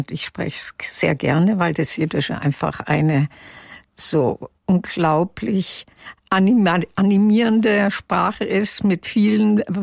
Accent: Bavaria, Germany; born there; first language Yiddish; German is a second language

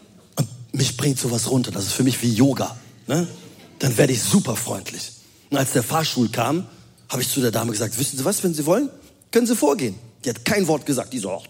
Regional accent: Rhineland, Germany; Was ich ja liebe, ne? Als Rheinländer. Der Rheinländer, der bleibt ruhig.

